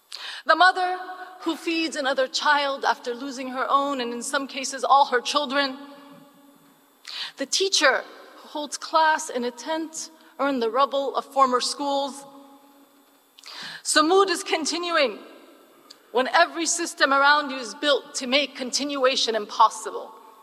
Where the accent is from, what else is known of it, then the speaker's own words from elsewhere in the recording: Puerto Rico; born there; I'm from Humanity, and I am Palestinian. My family's from occupied West Bank. I was born in Puerto Rico.